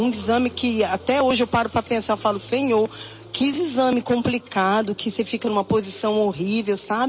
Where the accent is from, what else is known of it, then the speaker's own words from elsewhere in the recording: São Paulo, Brazil; Nós somos do região de Santo Amaro.